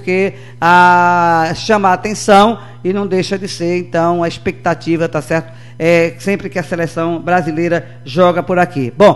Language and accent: Portuguese; Brazil